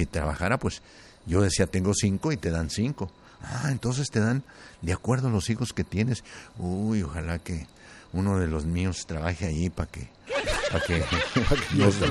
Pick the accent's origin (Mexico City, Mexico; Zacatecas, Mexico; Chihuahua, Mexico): Zacatecas, Mexico; Tlaltenango; moved away; Muchos en Tlaltenango, ya en mi pueblo, nos están escuchando, Victorino, y les quiero decir que en unas 2 o menos o 3 semanas voy a ir a mi tierra.